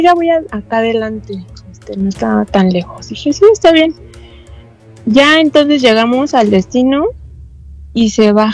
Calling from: Mexico City, Mexico; De aquí, de la CDMX.

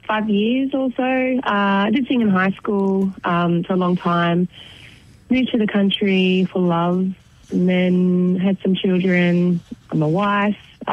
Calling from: Moree, New South Wales, Australia; Moree, how are you, Ronnie?

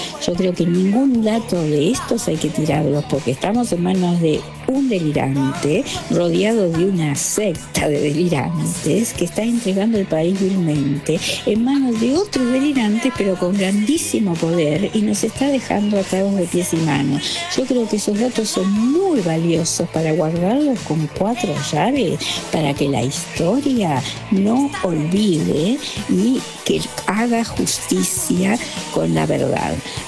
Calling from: Argentina; de Valvanera.

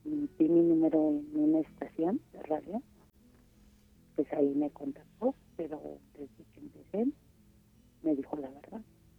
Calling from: Mexico City, Mexico; Aquí en la GAM.

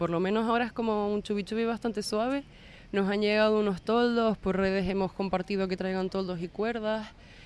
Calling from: La Palma, Canary Islands, Spain; yo soy de La Palma.

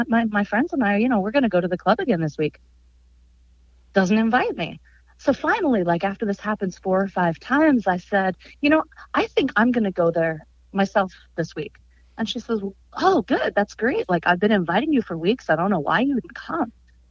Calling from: Norfolk, Virginia, United States; I'm calling from Norfolk, Virgin Beach.

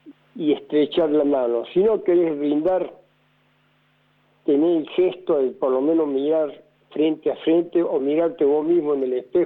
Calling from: Córdoba, Argentina; Pero no, yo soy del barrio Alta Córdoba.

